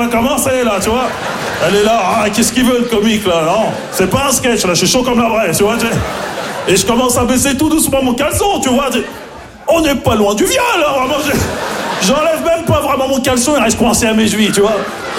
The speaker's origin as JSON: {"language": "French", "town": "Maisons-Alfort", "region": "Île-de-France", "country": "France", "tie": "born or raised there", "said": "j'ai grandi à Maison Alfort, en plus, tu vois, dans le 9K"}